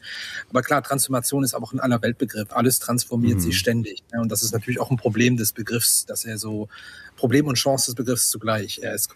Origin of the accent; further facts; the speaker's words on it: Hettstedt, Saxony-Anhalt, Germany; in meiner Heimatstadt Hettstedt in Mansfeld-Südharz.